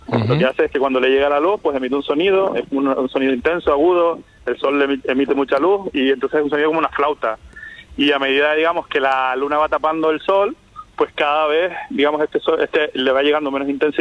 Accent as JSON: {"language": "Spanish", "region": "Canary Islands", "country": "Spain", "said": "en Canarias, de donde soy yo."}